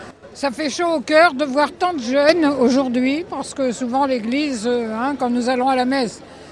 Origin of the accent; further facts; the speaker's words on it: Aire-sur-la-Lys, Hauts-de-France, France; D'Air sur la Lys.